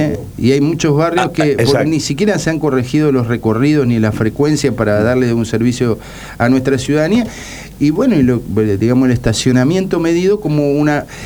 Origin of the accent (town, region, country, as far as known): Santa Fe, Argentina